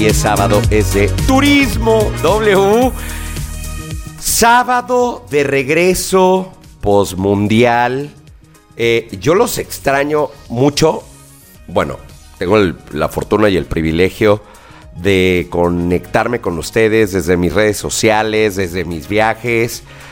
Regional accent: Mexico; ¿de dónde eres? De México.

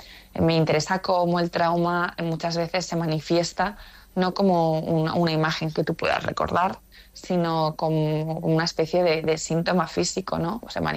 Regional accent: Zaragoza, Aragon, Spain; Porque, bueno, yo soy de Zaragoza, pero de hecho le ponen en esto de mi libro.

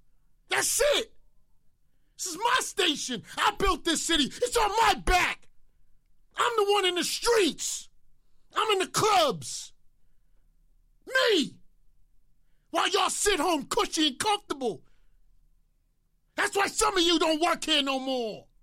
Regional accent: New York City, New York, United States; I am from the Bronx, and I've been here a long time.

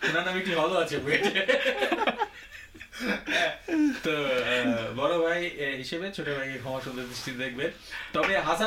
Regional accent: Bangladesh; moved away; আমাকে যদি কেউ জিজ্ঞেস করতো যে তুমি কোথা থেকে এসছো, তখন অনেক সময় বাংলাদেশের নাম বললে অনেকে বুঝতো না

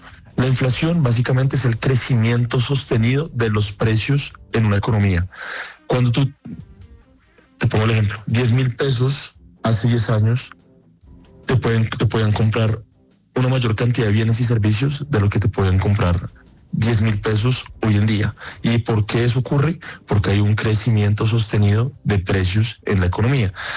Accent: Colombia

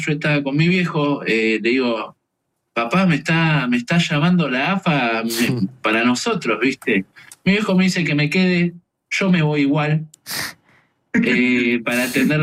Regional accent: Mar del Plata, Buenos Aires Province, Argentina; somos dos pibes de Mar del Plata que inventaron algo en un garage

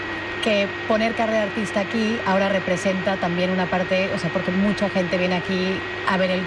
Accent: Mexico; Soy de México.

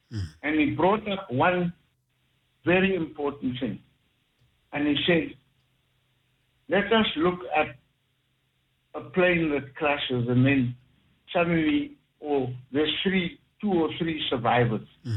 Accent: Johannesburg, Gauteng, South Africa; growing up in Westbury

